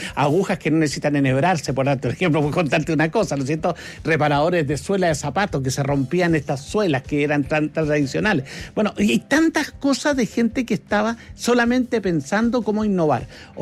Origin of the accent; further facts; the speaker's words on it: Argentina; Somos latinos. Entonces, de repente, vienen a veces los españoles, vienen los ingleses, y nos tratan de decir, ¿pero cómo? ¿Y cómo? Así somos. Nosotros, mira, ni siquiera somos iguales entre nosotros, los argentinos